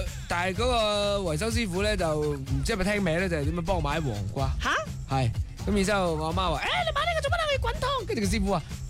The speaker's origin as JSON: {"language": "Cantonese", "town": "Zhaoqing", "region": "Guangdong", "country": "China", "said": "因为我哋广东人、肇庆人会叫佢做咩啊？"}